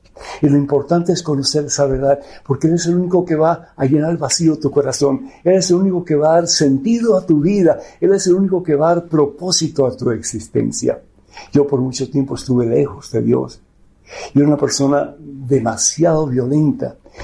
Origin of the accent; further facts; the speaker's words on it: Cuba; moved away; Y eso pasó en Cuba. Yo soy de Cuba.